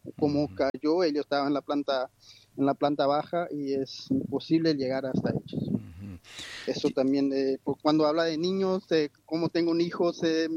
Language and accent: Spanish; Paraguay; yo como paraguayo.